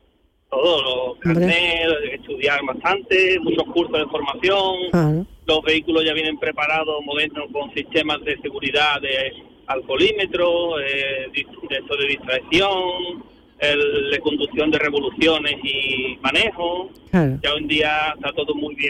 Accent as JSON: {"language": "Spanish", "town": "Jerez de la Frontera", "region": "Andalusia", "country": "Spain", "also_born_or_lived": "Canary Islands", "moved": "as an adult", "lives_now": "Cádiz, Spain", "said": "11 años en Canarias. De Jerez de la Frontera."}